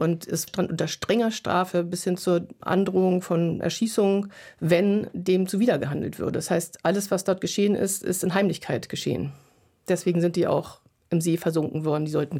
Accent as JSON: {"language": "German", "country": "Germany", "accent": "German", "said": "war zum Beispiel mal ein Jahr in Costa Rica, wo ich als Nazi-Schlampe beschimpft wurde. Man hat meinen deutschen Akzent gehört und es hat mich sehr getroffen."}